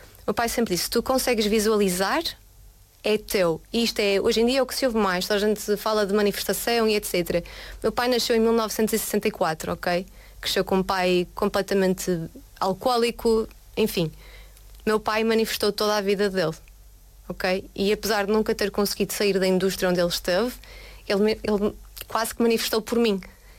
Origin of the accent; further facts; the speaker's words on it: Vila Nova de Gaia, Norte, Portugal; Eu diria Praia da Granja, que é o sítio de onde eu venho, genuinamente. Claro. É um sítio muito feliz. É um sítio com uma luz incrível. É um sítio que te oferece paz, mas ao mesmo tempo muita clarividência.